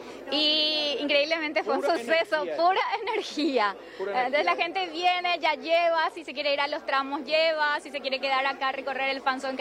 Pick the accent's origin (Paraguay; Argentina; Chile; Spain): Paraguay; siendo paraguayos.